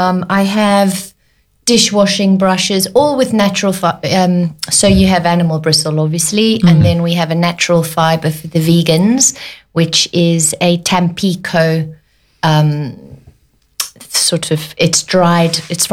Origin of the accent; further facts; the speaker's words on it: Johannesburg, Gauteng, South Africa; born there; I was born in South Africa.